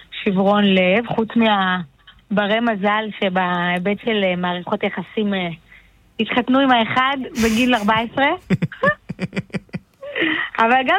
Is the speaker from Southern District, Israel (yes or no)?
no; HaZorea, Northern District, Israel; born there